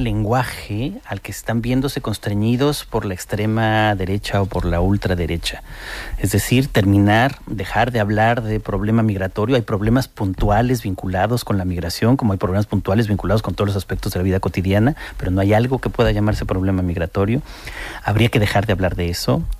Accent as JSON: {"language": "Spanish", "country": "Spain", "said": "Bueno, soy también español y no siempre me he sentido en España, tengo que decirlo, absolutamente acogido"}